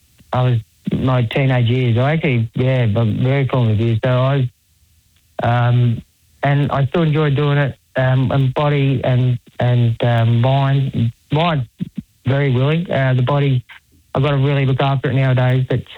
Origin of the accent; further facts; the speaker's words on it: Australia; born there; also born or lived in Birchip; I was born in Menang.